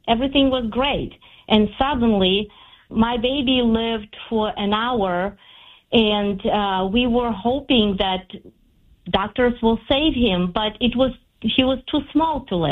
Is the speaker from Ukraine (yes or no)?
yes; Ukraine; English is a second language; When I went back, I realized that my home country is pretty much women doing abortion as a method of prevention pregnancy.